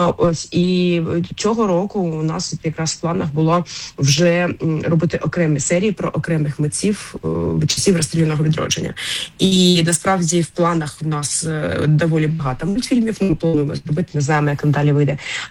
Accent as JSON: {"language": "Ukrainian", "town": "Kharkiv", "region": "Kharkiv Oblast", "country": "Ukraine", "said": "я сама із Харкова, і я ще, ну, жила там геть недалеко від цього будинку"}